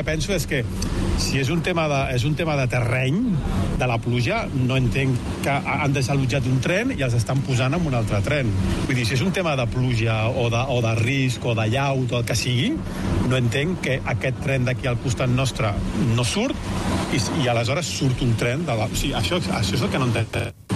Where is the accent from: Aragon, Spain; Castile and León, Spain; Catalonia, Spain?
Castile and León, Spain; Palencia; perquè nosaltres venim de Palència, de la ciutat de Palència.